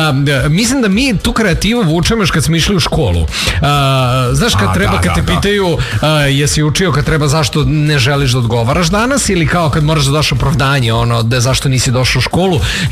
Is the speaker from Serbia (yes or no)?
yes; Serbia; Ali ovo je samo dokaz koliko su mi kao Srbi jako kreativan narod